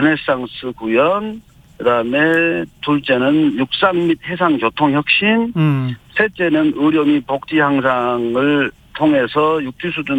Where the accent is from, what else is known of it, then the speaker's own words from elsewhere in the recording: Sinan, South Jeolla, South Korea; 민주당으로 여기 내 고향 신안에 대한 준비를 하다가